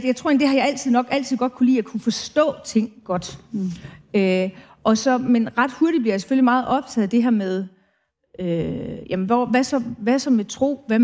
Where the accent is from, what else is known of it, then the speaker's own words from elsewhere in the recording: Brønderslev, North Denmark Region, Denmark; accent: heavy North Jutland; now in Copenhagen, Denmark; Jeg er oprindelig fra den nordligste del af Jylland, ude på landet.